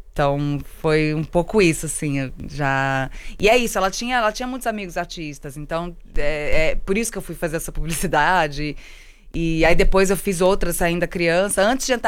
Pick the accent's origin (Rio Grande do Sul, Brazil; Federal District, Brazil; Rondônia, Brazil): Rio Grande do Sul, Brazil; Porto Alegre; born there; also born or lived in Rio de Janeiro